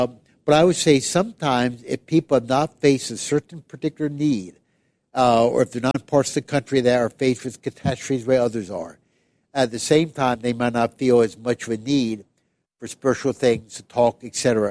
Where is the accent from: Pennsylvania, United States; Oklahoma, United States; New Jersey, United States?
Pennsylvania, United States; I was raised in Pennsylvania, and the more south you go, Frank, the more people take more time just to talk about, spend time talking, etc.